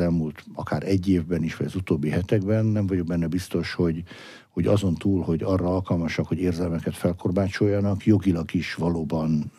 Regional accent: Veszprém, Veszprém County, Hungary; én, amikor visszajöttem, akkor a szülővárosom Veszprém készült arra, hogy Európa kulturális fővárosa legyen

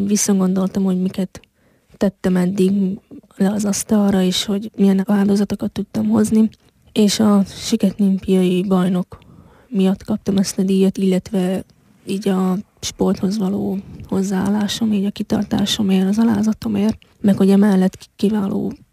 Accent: Miskolc, Borsod-Abaúj-Zemplén, Hungary; born there; hiszen Miskolc születésű vagyok, itt élek 22 éve

